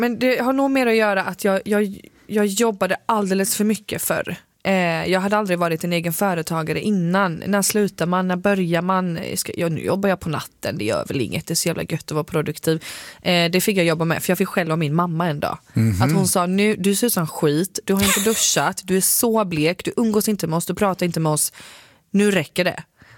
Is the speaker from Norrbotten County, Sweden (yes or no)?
no; Skillingaryd, Jönköping County, Sweden; moved away; Jag är från Skillingaryd, en liten stad där utanför Jönköping.